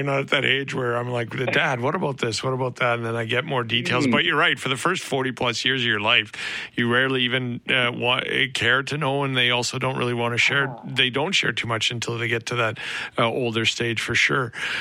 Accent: Lethbridge, Alberta, Canada; I'm from Lethbridge.

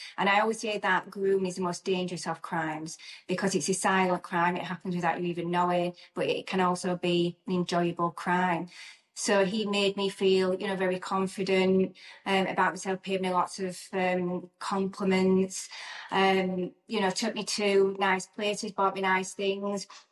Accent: Rotherham, Yorkshire and the Humber, United Kingdom; for me, it started in my hometown of Rotherham, which is a small town in the north of England.

